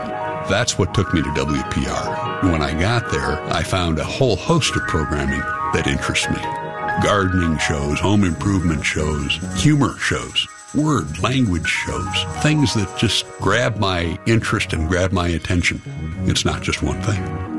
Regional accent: Brookfield, Wisconsin, United States; from Brookfield, Wisconsin.

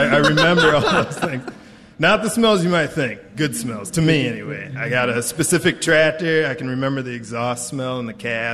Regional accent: Coggin, United States; So, growing up in Coggin, being there my whole life, and I actually own the farm down the road from the family farm that I grew up on.

